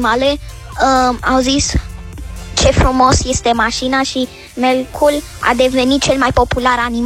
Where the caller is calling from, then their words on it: Bucharest, Romania; din București, am 8 ani